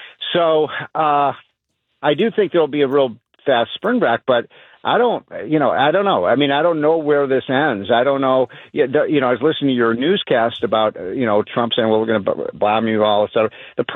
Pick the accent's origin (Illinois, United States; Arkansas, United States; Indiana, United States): Illinois, United States; Chicago; I go back to the 1970s growing up in Chicago